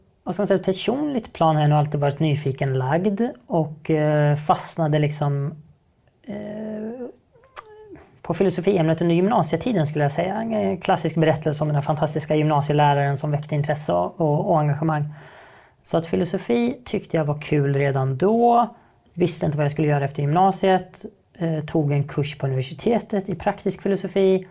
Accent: Norrköping, Östergötland, Sweden; also born or lived in Linköping; now in Stockholm, Sweden; jag är född i Stockholm, i Järvaområdet, flyttade ganska snabbt till Östergötland och därmed uppvuxen i Norrköping och Linköping. Men sedan 2012 så bor jag i Stockholm.

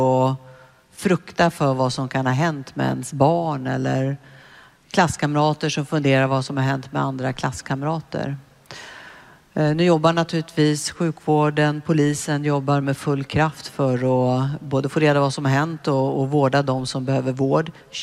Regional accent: Uppsala, Uppsala County, Sweden; När jag växte upp och började titta runt omkring mig hemma i Uppsala

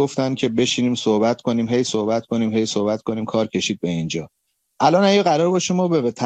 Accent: Karaj, Alborz, Iran; moved away; من بچه کرجم

